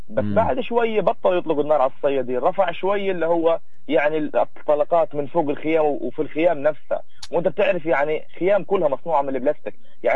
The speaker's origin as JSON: {"language": "Arabic", "region": "Gaza Strip", "country": "Palestine", "said": "زي كل يوم في شهداء عندنا في غزه"}